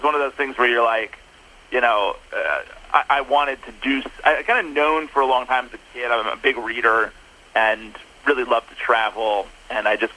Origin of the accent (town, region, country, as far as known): Minneapolis, Minnesota, United States; born or raised there; also born or lived in Orlando